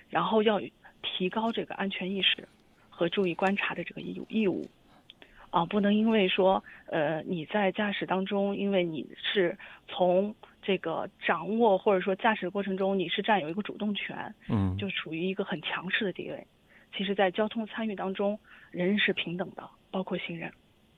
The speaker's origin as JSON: {"language": "Chinese", "town": "Urumqi", "region": "Xinjiang", "country": "China", "tie": "born or raised there", "moved": "as an adult", "said": "个土生土长的乌鲁木齐人，然后应该是在上大学的时候离开乌鲁木齐，将近有30年。"}